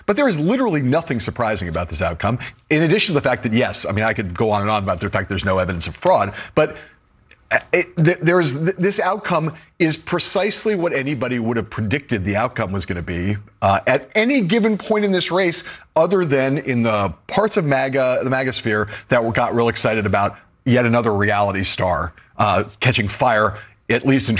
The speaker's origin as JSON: {"language": "English", "town": "Los Angeles", "region": "California", "country": "United States", "tie": "born or raised there", "said": "Speaking as someone born and raised in Los Angeles"}